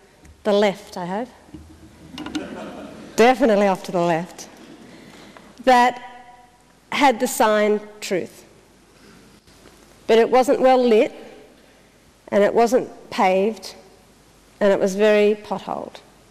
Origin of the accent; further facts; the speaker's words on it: Australia; I now very proudly and very solidly can stand up and say I'm an Australian, and I'm very proud of being an Australian